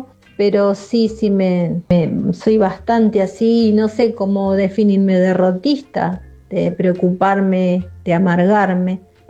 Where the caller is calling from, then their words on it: Zárate, Buenos Aires Province, Argentina; vivo en Zárate